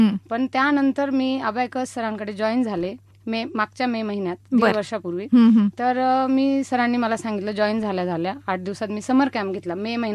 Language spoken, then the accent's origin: Marathi; Wajirkhed, Maharashtra, India; moved away as an adult; now in Malegaon, India; मी मूळची मालेगाव पासून 6 किलोमीटरवर माझं माहेरी वजीरखेड म्हणून.